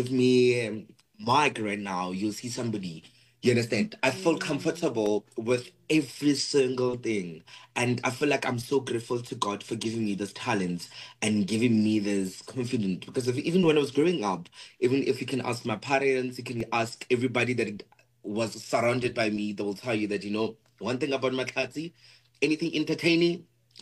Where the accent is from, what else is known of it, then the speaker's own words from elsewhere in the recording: Limpopo, South Africa; Hi, guys. … I'm born and bred in Limpopo.